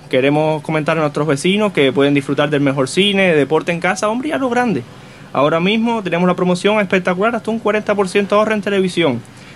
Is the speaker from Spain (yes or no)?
no; Cuba; moved away; yo soy cubano